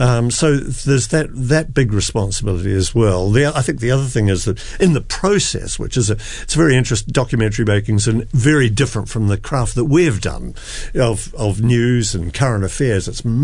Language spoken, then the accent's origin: English; New Zealand; as a New Zealander.